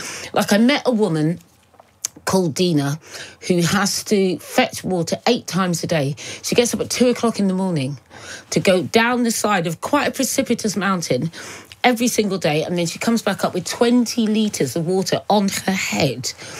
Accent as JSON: {"language": "English", "area": "Suffolk", "region": "East of England", "country": "United Kingdom", "said": "I'm from Suffolk"}